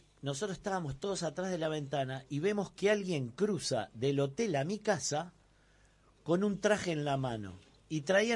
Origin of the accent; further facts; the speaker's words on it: San José de Mayo, San José, Uruguay; que yo soy allá de San José, y enfrente de mi casa estaba el hotel más importante de San José.